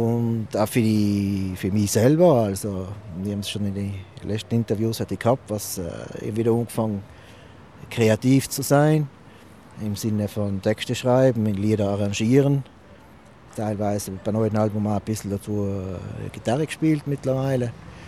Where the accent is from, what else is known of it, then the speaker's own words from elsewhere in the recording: Gais, Trentino-Alto Adige, Italy; oberhalb von meiner Heimatgemeinde Gais. Ich wohne schon seit ich auf der Welt bin in Gais